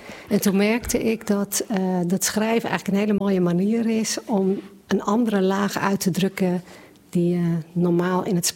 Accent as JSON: {"language": "Dutch", "town": "Wieringermeer", "region": "North Holland", "country": "Netherlands", "tie": "born there", "lives_now": "Gouda, Netherlands", "said": "Ik ben geboren in de Wieringmeerpolder, maar ik woon wel al 30 jaar in Gouda."}